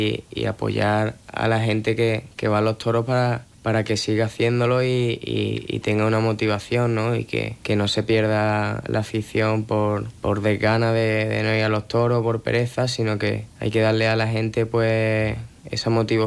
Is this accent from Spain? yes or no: yes; Córdoba, Andalusia, Spain; disfrutar y triunfar aquí en mi tierra.